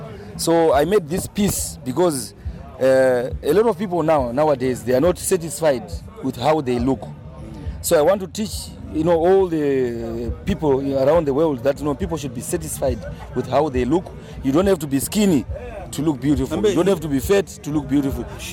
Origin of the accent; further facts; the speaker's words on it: Zimbabwe; I come from Zimbabwe and I'm an artist.